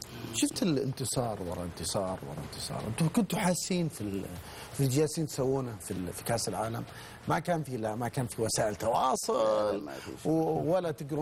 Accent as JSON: {"language": "Arabic", "country": "Saudi Arabia"}